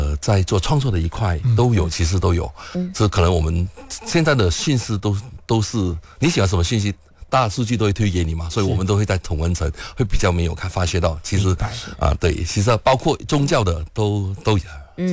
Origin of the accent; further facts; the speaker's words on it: Malaysia; 切我们马来西亚当下的文化，因为我们其实不是要求我们每一个青年都有拥有一样的文化、一样的思想，因为我们都来自不同的背景嘛，对不对？